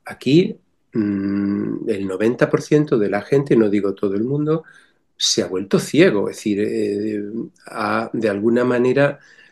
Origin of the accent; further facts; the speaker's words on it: Extremadura, Spain; Soy extremeño profundo, pero no se nota.